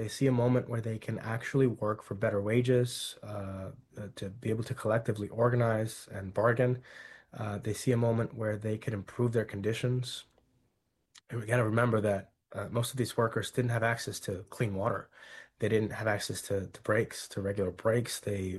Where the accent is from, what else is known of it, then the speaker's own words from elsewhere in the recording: California, United States; because I grew up in Central California, the home of the farm workers movement, and everything there harkened back to the 1960s, to Cesar Chavez, to the farm labor struggle. My parents were farm workers.